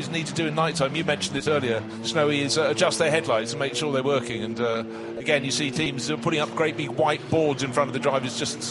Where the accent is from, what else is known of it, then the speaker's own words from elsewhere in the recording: Greece; moved away; I was brought up in Greece